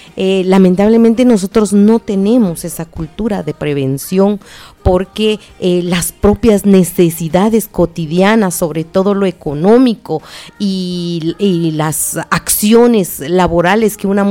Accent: San Juan Comalapa, Chimaltenango, Guatemala; Originalmente soy de San Juan, Comalapa.

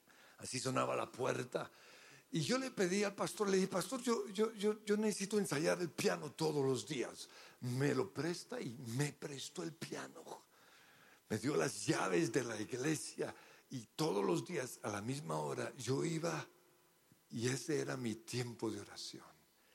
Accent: Australia; accent: Colombian; also born or lived in Colombia; pero yo soy australiano, ¿no? Yo hablo como colombiano, pero soy australiano, de esos blancos horribles, sí, ese soy yo.

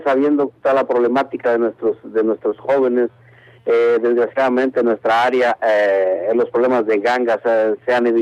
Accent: Mexico; moved away as an adult; now in United States; Yo soy de México. Emigramos a los Estados Unidos hace 18 años.

